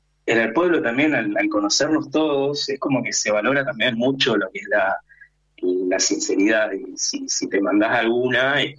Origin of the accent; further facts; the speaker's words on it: Chos Malal, Neuquén, Argentina; now in Alto Valle, Argentina; De donde yo vengo, Chosmalal, es un clima bastante seco, está ahí al pie de la cordillera, es un frío seco. En cambio, acá que me vine al Alto Valle, Río Negrino, se nota mucho el cambio de clima, mucha humedad.